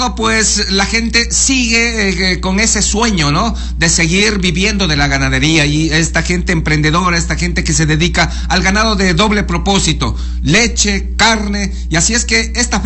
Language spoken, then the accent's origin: Spanish; San Juan Bosco, Morona Santiago, Ecuador; now in Macas, Ecuador; Hoy hay feria en San Juan Bosco, mi tierra linda.